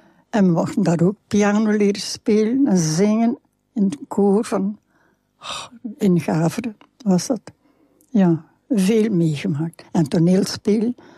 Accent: Flanders, Belgium; ja, maar ik ben een Vlaming.

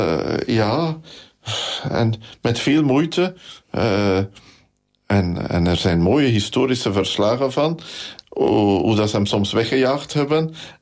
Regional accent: Nederasselt, Gelderland, Netherlands; ik ben van Nederasselt. En... ik heb natuurlijk altijd iets bijzonders gehad met de patroonheilige van Nederasselt, de heilige Amandus, de apostel voor Vlaanderen.

